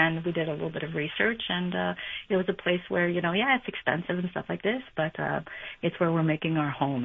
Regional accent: Montreal, Quebec, Canada; moved away as an adult; now in San Diego, United States; Well, I'm originally from Montreal, and I visited San Diego a few years back, and that's where I'm living now for, it's going to be 4 years now.

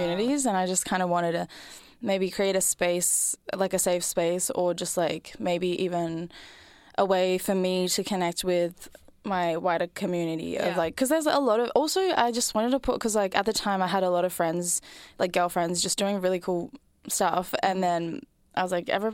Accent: Western Australia, Australia; moved away as an adult; also born or lived in Perth, Australia; now in Melbourne, Australia; growing up in Australia, in WA especially, like in the Pilbara

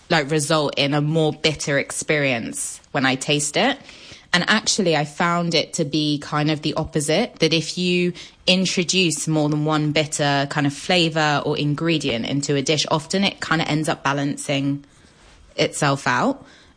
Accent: Paris, Île-de-France, France; because I grew up in Paris

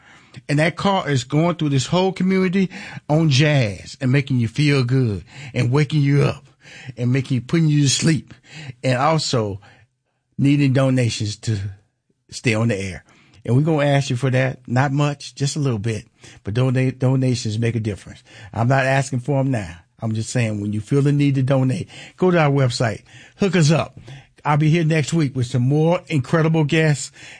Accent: Houston, Texas, United States; moved away; So I'm originally from Houston, Texas

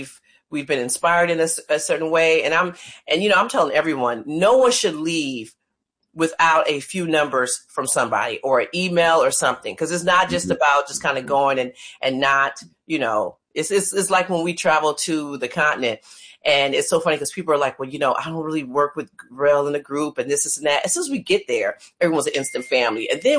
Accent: Detroit, Michigan, United States; I'm from Detroit

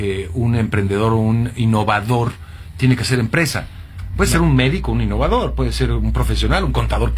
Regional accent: Mexico; para eso somos especialistas los mexicanos

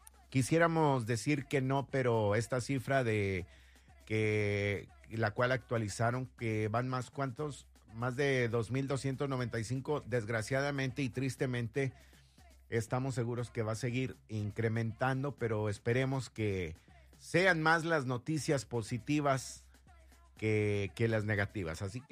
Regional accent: Mexico; nosotros también como mexicanos

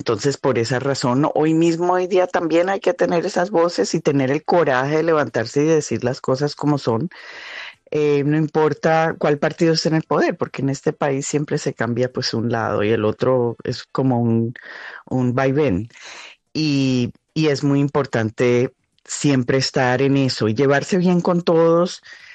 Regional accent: Colombia; nosotros como comunidad latina y especialmente los colombianos, pues nos unimos muchísimo a eso de que necesitamos tener esas voces

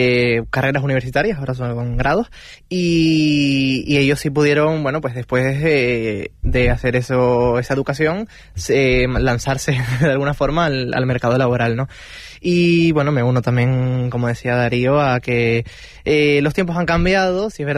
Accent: La Orotava, Canary Islands, Spain; los que somos de la Orotava, que lo conocíamos

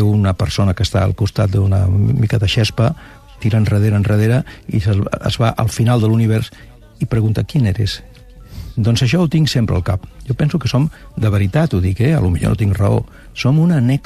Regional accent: Barcelona, Catalonia, Spain; born or raised there

